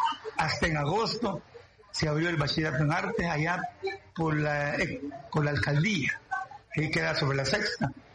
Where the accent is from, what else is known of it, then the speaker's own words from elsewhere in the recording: Santa Ana, El Salvador; Allá en Santana, yo soy de Santana, nací un 9 de julio de un lejano 1954.